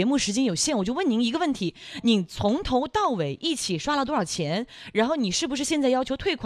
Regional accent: Hunan, China; 您这个讲故事的能力特别有我们湖南人的特色

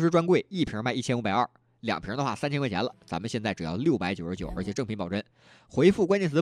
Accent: Changsha, Hunan, China; 作为长沙人，咱们不用再去北京去上海看前沿演出

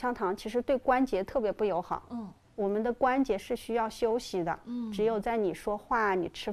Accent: Hunan, China; 包括咱们湖南人嚼槟榔啊

